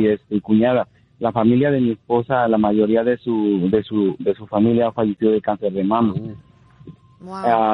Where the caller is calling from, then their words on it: Modesto, California, United States; De aquí, de Modesto, California.